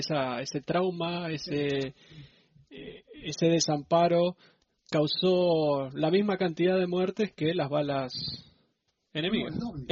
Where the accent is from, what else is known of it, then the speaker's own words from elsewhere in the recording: Argentina; como argentino tenemos que saber